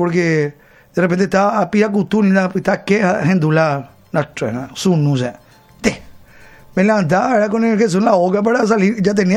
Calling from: Asunción, Paraguay; de Asunción.

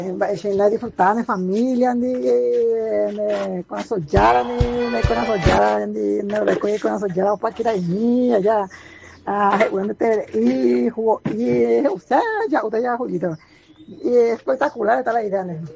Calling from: Paraguay; Somos paraguayos, pero estamos en la frontera.

